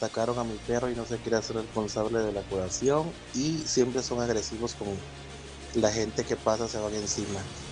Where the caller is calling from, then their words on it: Jiquipilas, Chiapas, Mexico; aquí en el barrio Santa Cecilia de Jiquipilas, Chiapas